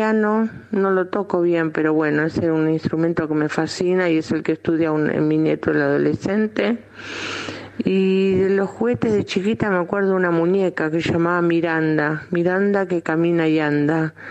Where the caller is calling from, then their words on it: Villa Devoto, Buenos Aires, Argentina; de Devoto. De chiquita en mi casa se escuchaba